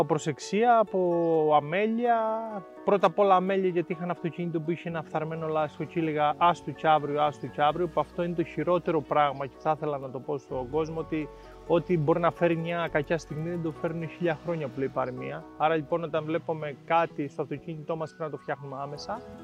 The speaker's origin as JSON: {"language": "Greek", "town": "Galia", "region": "Crete", "country": "Greece", "said": "Και εγώ είμαι χαρούμενος που είστε στο χωριό μου, που σας φιλοξενώ σήμερα σε ένα, νομίζω, πολύ όμορφο χωριό του Δήμου Φεστού"}